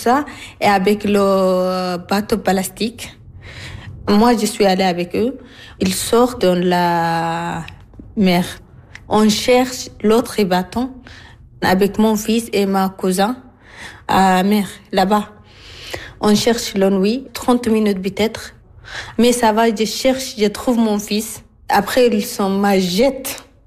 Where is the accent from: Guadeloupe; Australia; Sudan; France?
Sudan; French is a second language; moved away; J'ai 33 ans. Je viens de Soudan. Je suis allée à Libye. Après, on continue jusqu'à Italie.